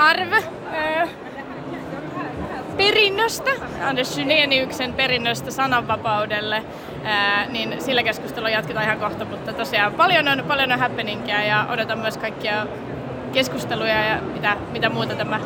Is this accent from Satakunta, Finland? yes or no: no; Lahti, Päijät-Häme, Finland; moved away as an adult; also born or lived in Gothenburg, Sweden; now in Helsinki, Finland; kotikaupunkini on Hollola kautta Lahti, mutta Helsinkiin olen palannut kyllä ja Suomeen. Että 10 vuotta tuli Göteborgissa vietetty aikaa